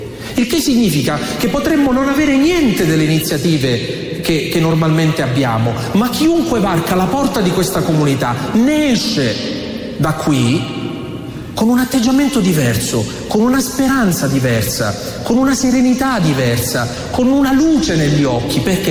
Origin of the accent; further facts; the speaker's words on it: L'Aquila, Abruzzo, Italy; io che vengo dall'Aquila